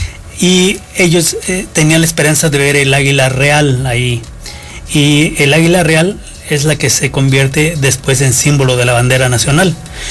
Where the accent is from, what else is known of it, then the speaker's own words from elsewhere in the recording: San Luis Potosí, Mexico; moved away as an adult; now in Rioverde, Mexico; yo no nací aquí. Yo principalmente me crié en San Luis Potosí.